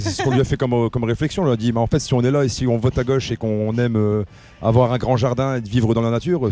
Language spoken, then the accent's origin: French; Dunkirk, Hauts-de-France, France; Alors c'est un groupe de Dunkerque. Moi je suis de Dunkerque d'origine.